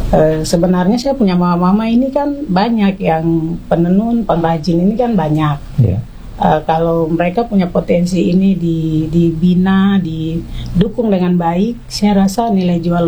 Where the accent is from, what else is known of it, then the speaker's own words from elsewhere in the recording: Southwest Papua, Indonesia; Karena saya, Bu Mama ini perempuan Mebrat. Marga saya memang orang Jayapura. Saya, Bu Mama orang Mebrat. Hari-hari hidup dengan keluarga besar Mama.